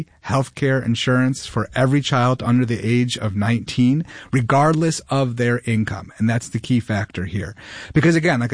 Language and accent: English; Rochester, New York, United States; I was raised in Rochester, grew up here in the city, single mom who raised me and put me through the Rochester City School District